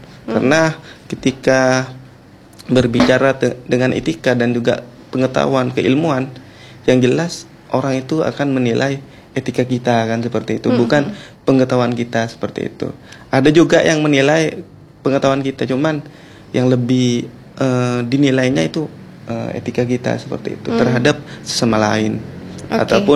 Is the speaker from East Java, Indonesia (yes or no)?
yes; Sampang, East Java, Indonesia; Kalau saya pribadi dari Sampang kan dekat, dari Sampang ke Surabaya kan seperti itu.